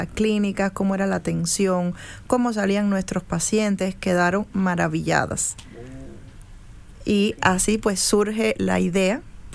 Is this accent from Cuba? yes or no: yes; Cuba; now in Houston, United States; somos familiares, tenemos relaciones excelentes como familia ya desde Cuba. Y ella, yo vivo en Houston, Texas